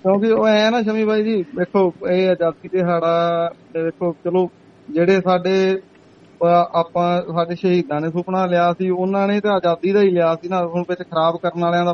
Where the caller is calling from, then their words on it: Haryana, India; ਅਸੀਂ ਤਾਂ ਹੈ ਵੀ ਹਰਿਆਣੇ ਵਾਲੇ ਆ ਹਿੰਦੀ ਵਾਲੇ ਤੇ ਸਾਡਾ ਥੋੜਾ ਜਿਹਾ ਕਲਚਰ ਵੱਖਰਾ ਹੈਗਾ ਪੰਜਾਬ ਨਾਲੋਂ